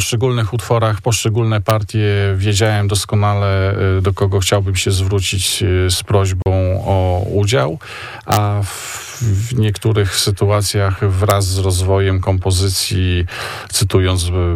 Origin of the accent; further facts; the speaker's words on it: Kwidzyn, Pomeranian Voivodeship, Poland; obaj pochodzimy z tego samego miasta, czyli Kwizyn.